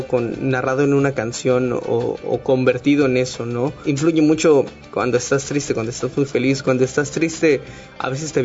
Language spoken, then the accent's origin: Spanish; Chiapas, Mexico; con todo el orgullo que le tengo a mi estado, soy de Chiapas